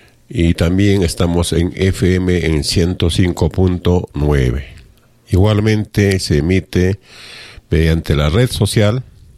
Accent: Peru; una gran mayoría de los peruanos reflexionamos de una y otra forma

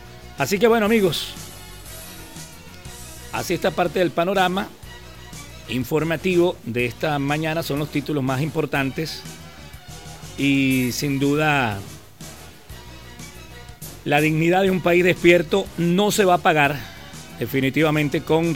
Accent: Venezuela

